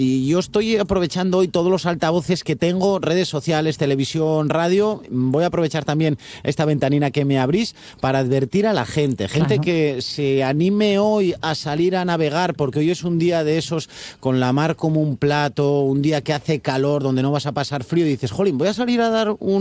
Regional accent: Asturias, Spain

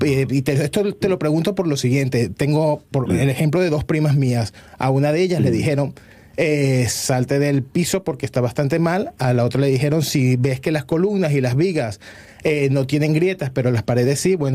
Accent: Caracas, Capital District, Venezuela; Yo soy de Caracas y sé La Guaira.

